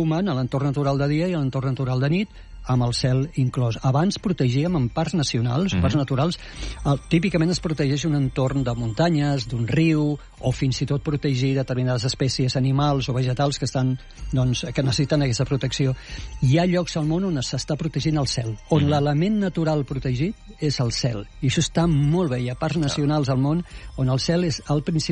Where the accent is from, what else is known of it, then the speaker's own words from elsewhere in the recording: Tarragona, Catalonia, Spain; born there; Mira, jo soc nascut a Tarragona i sé el que es menja allà i a les Terres de l'Ebre, la meva mare va néixer a Falset.